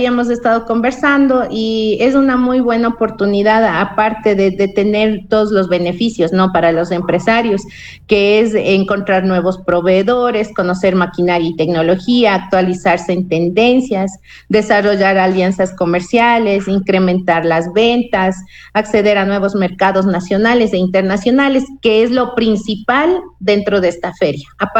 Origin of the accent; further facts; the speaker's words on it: Ecuador; nosotros también como ecuatorianos